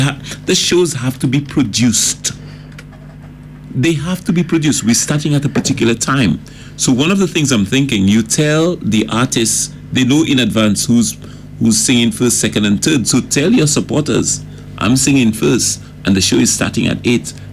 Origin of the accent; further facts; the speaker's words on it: St. Lucia; It's a drink, strangely, when I'm away from St. Lucia, I say, oh boy, I could have drunk a nice cold malt.